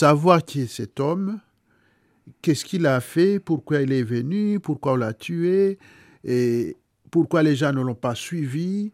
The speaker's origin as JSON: {"language": "French", "country": "Rwanda", "said": "dans les années 80, chez nous au Rwanda, il y avait les écoles secondaires ordinaire"}